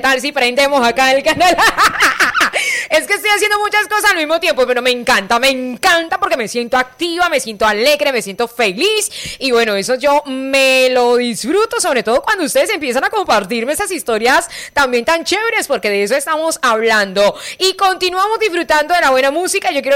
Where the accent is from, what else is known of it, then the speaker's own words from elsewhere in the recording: Cúcuta, Norte de Santander, Colombia; also born or lived in the Caribbean coast of Colombia; Y desde los 3 años vivo en Cúcuta. Yo soy de otra parte, yo soy de la costa, pero me trajeron